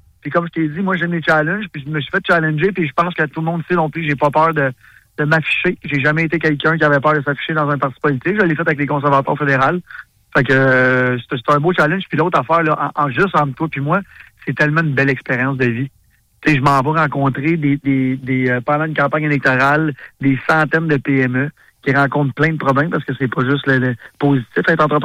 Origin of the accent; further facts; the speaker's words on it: Quebec, Canada; now in Laval, Canada; moi, je viens de Montréal. Je viens de la campagne, j'habite à Laval, fait que le grand Montréal, mettons.